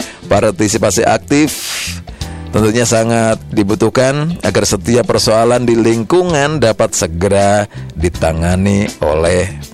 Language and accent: Indonesian; Magelang, Central Java, Indonesia; Kita sebagai warga Kota Magelang